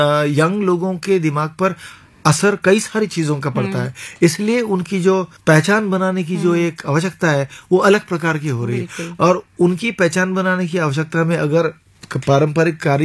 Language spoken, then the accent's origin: Hindi; Maharashtra, India; और मैं खास करके महाराष्ट्र में बड़ा हुआ पला हुआ, तो वहां पर मुझे अभंग में काफी रुचि रही है